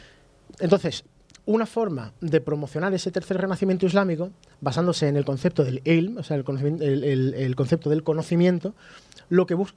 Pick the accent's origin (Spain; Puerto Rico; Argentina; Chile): Spain; para nosotros como españoles